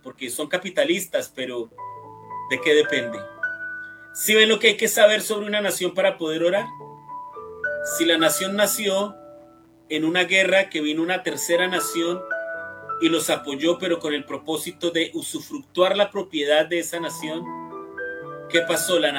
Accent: Colombia; yo soy de Colombia

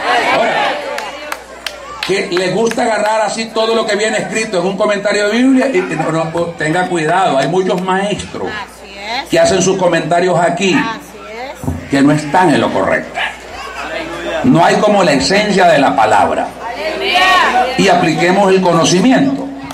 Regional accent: El Salvador; allá sale que … que soy de El Salvador.

